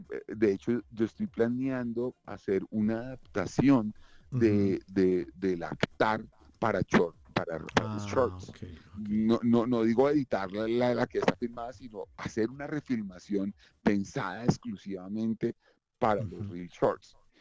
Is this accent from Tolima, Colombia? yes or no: no; Huila, Colombia; a mí me encanta el Huila, crecí en el Huila, en la región arrocera, desde Neiva hasta San Agustín, y es un lugar maravilloso.